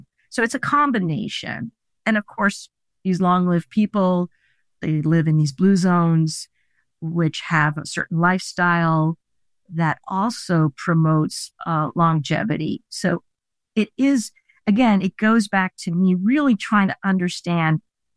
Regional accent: Italy; first language Italian; English is a second language; And as you know, the book was originally written in Italian, which is my mother tongue.

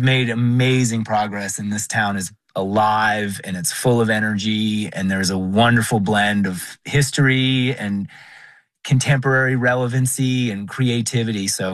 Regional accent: Asheville, North Carolina, United States; now in Marshall, United States; I grew up in Asheville and came to Marshall, and it just captured my heart, and I've made it my home very intentionally.

